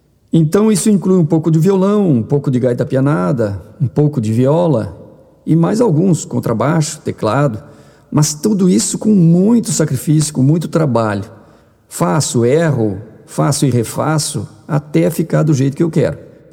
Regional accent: Rio Grande do Sul, Brazil; Raramente eu canto para o sul e nunca para a fronteira oeste, que curiosamente é de onde eu sou.

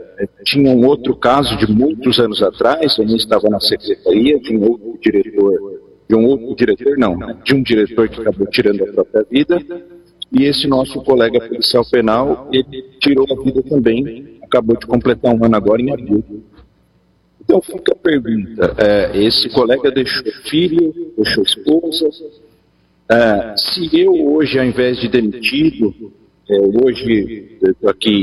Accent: Brazil; Eu, como bom brasileiro curioso

